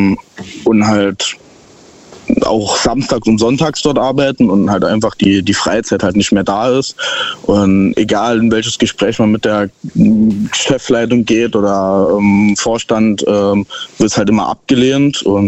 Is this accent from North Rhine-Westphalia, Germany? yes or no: no; Saarbrücken, Saarland, Germany; Ich komme aus Saarbrücken.